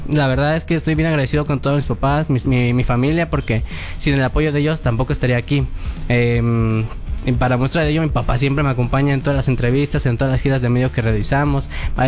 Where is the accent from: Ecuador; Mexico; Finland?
Mexico